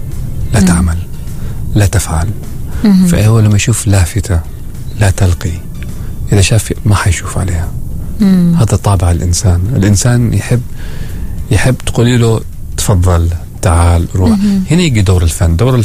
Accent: Muscat, Muscat Governorate, Oman; عندنا في مسقط

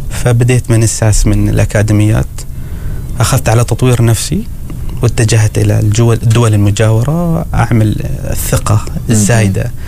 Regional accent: Oman; هذه المنطقة أنا عارف أن راح تكون عندي تحديات كعماني، ما عندي أحد يتكلم اللغة العربية.

